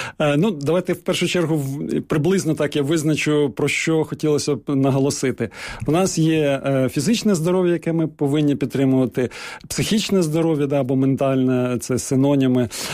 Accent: Kyiv, Ukraine; born there; я, наприклад, народився в Києві, але чомусь люди шаблонно думають, ну, якщо я тут живу там чи народився, то я все знаю.

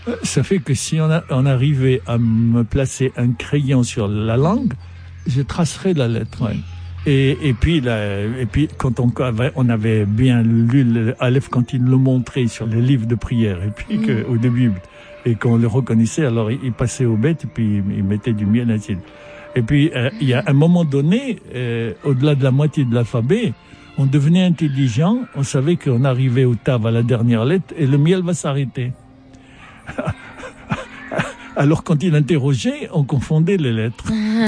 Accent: Casablanca, Casablanca-Settat, Morocco; now in France; Je venais, bon, j'avais du Maroc, j'avais mon milieu au Maroc

